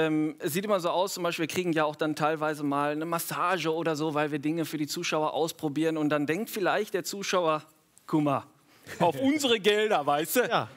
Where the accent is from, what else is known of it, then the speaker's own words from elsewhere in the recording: Hattingen, North Rhine-Westphalia, Germany; Kommen beide aus Hatting.